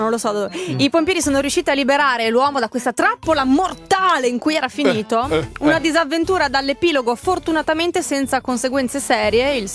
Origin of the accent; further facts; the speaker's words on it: Friuli-Venezia Giulia, Italy; è una cosa che è successa dalle mie parti. In Friuli